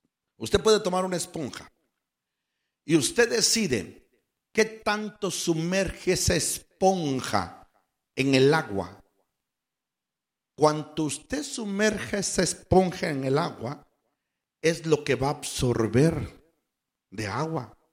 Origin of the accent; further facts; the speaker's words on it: Michoacán, Mexico; now in United States; yo soy de la Peña Colorada. Allá de un rancho, por allá, por Tangamanapio. Entonces, gracias al Señor que llegué aquí y los años que Dios me ha permitido vivir aquí